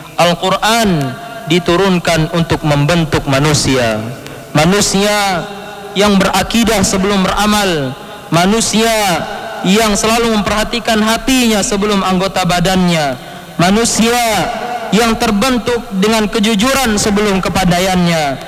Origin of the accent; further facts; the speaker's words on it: Indonesia; اللهم احفظ بلادنا، اللهم احفظ بلادنا إندونيسيا